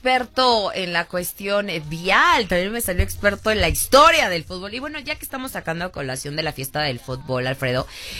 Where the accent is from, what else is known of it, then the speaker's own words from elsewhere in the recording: Mexico; ¡Qué buen anfitrión somos los de México!